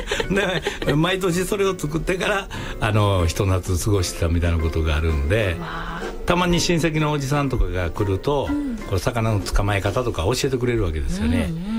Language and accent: Japanese; Osaka, Japan; born there; 僕大阪で生まれてるんですけれども、はい、両親が淡路島の海辺の出身なんですね。